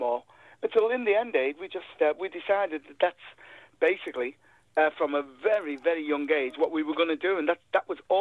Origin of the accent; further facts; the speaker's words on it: Liverpool, North West England, United Kingdom; Yeah, we grew up in Toxteth, and Toxteth was the inner city part of Liverpool.